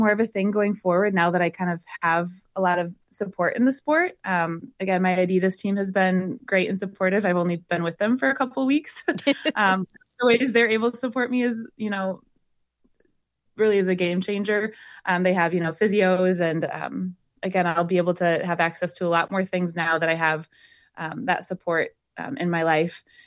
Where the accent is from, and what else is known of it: Grand Rapids, Michigan, United States; born or raised there